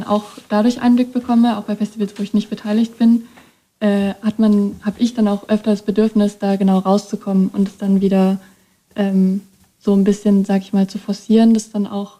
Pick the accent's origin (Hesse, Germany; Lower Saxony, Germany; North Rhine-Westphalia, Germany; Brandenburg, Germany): Brandenburg, Germany; now in Weimar, Germany; als ich nach Weimar gezogen bin, also ich komme aus Brandenburg